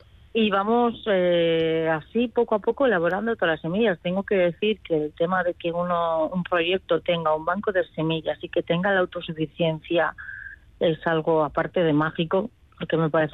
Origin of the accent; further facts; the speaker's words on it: Biscay, Basque Country, Spain; En Vizcaya, ¿no? Que es de donde soy.